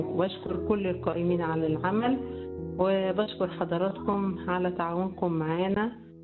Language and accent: Arabic; Egypt